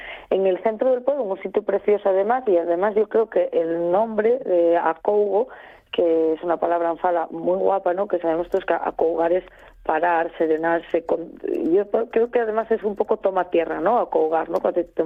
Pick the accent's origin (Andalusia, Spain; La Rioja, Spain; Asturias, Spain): Asturias, Spain; Boal; para los que somos de Boal